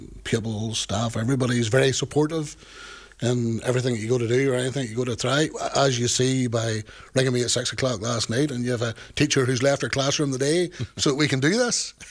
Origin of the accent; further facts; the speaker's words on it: Bellaghy, Northern Ireland, United Kingdom; I'm so lucky because I come from Blighy.